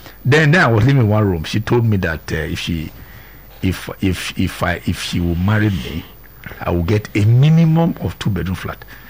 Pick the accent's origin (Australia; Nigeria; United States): Nigeria; if we go abroad as Nigerian, as black, we are called immigrants.